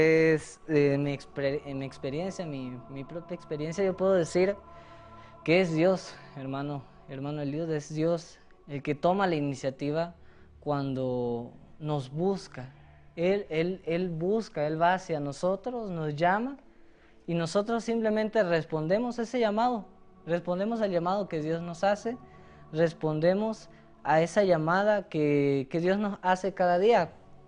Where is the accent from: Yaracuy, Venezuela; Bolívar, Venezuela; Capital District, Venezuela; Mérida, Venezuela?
Capital District, Venezuela; Caracas; Soy de Venezuela, la ciudad de Caracas, bueno, a las afueras, una parroquia que se llama Cartanal.